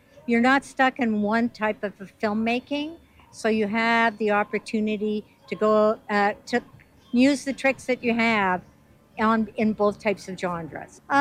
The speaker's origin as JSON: {"language": "English", "town": "Edmonton", "region": "Alberta", "country": "Canada", "said": "I started my career in Alberta. I'm originally from Edmonton"}